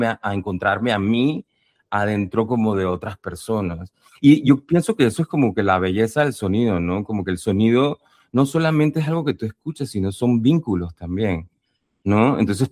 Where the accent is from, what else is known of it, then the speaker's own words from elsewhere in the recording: Panama; A mí me preguntan a veces si yo soy bilingüe, porque aquí en Panamá hablamos español e inglés